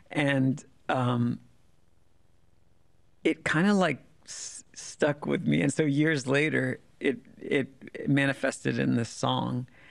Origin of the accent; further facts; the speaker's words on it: Washington, District of Columbia, United States; born or raised there